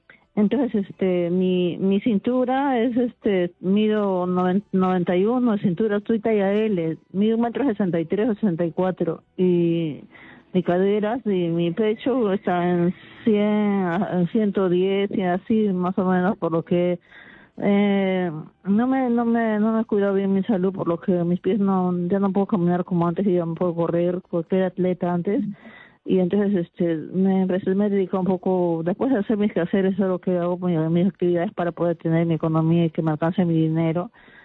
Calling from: Lima, Peru; Yo vivo en Trujillo, vivo acá en Lima.

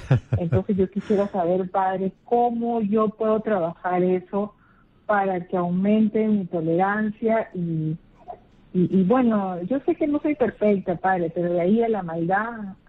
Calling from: Ventanilla, Callao, Peru; Ventanilla, padre.

